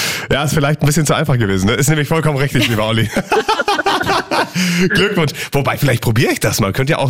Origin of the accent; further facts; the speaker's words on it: Brandenburg, Germany; aber ich komme aus Brandenburg.